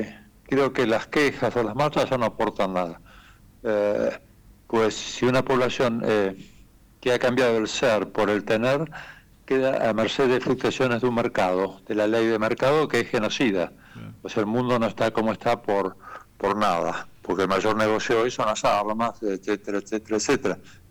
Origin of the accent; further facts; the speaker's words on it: Argentina; mi país, Argentina. Hablo de Argentina, pues un país que amo, quiero y me he quedado acá por eso mismo, por amor.